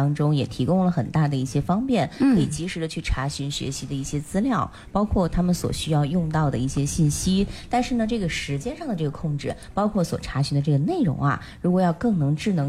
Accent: Shanxi, China; 这午睡不是我们山西人的标配吗？大家都说了好像只有到了山西才午睡啊

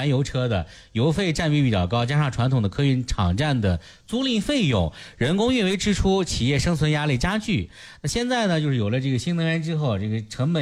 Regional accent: Shanxi, China; moved away; 我们老家就是啊，当地没有，我们得坐到侯马，从侯马再中转到别的城市去。

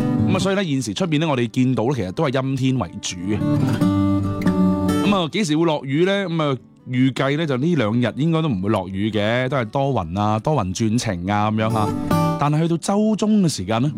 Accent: Guangdong, China

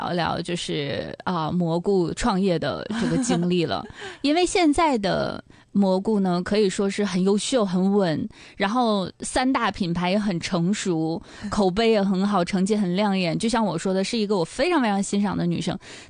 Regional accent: Dalian, Liaoning, China; 我说对，我是本地的。

